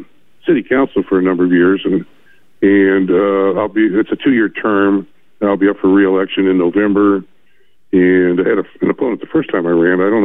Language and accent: English; Port Orford, Oregon, United States; born or raised there